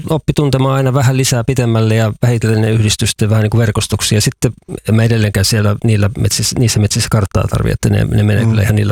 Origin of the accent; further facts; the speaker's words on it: Vantaa, Uusimaa, Finland; now in Kainuu, Finland; mä oon siis Vantaalta kotoisin, vaikka asun nykyään Kainuussa